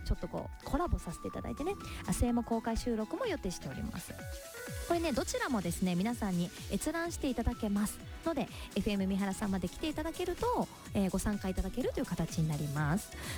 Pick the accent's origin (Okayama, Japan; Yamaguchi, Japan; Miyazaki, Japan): Miyazaki, Japan; Hyuga; moved away; 私の地元宮崎県日向市